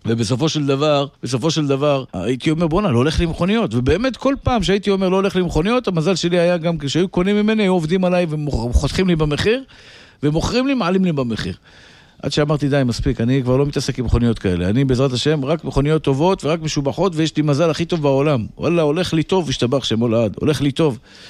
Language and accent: Hebrew; Tel Aviv, Tel Aviv District, Israel; born there